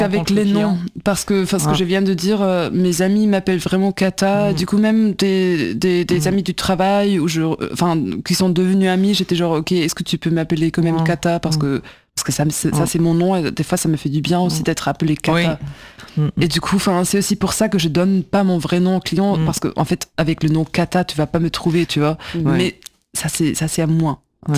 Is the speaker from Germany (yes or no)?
yes; Germany; French is a second language; Je suis allemande, hein.